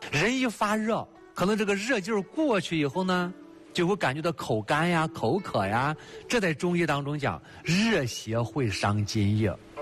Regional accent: China; 比如说女同志生完孩子以后，我们中国人都知道说不能见凉的

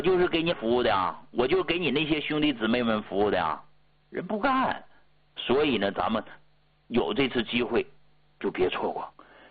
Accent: Tianjin, China; 你就像咱们天津人啊，经常会说，借钱吃海鲜不算不会过

